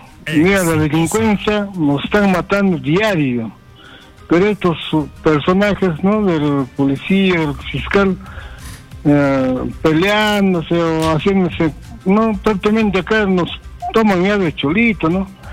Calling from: Lima, Peru; de Cerca de Lima.

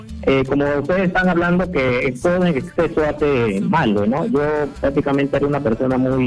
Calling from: Pachacámac, Lima, Peru; De Pachacamac.

